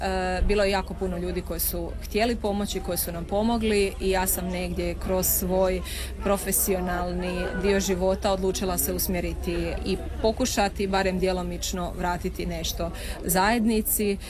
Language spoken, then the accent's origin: Croatian; Slavonia, Croatia; moved away; Iz Slavonije sam, moja obitelj je prošla rat, izbjeglištvo